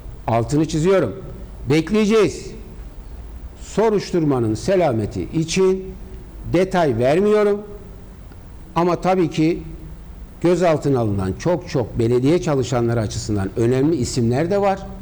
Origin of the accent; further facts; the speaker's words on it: Mersin, Turkey; Şimdi biz Mersin'deyiz. Mersinliyiz.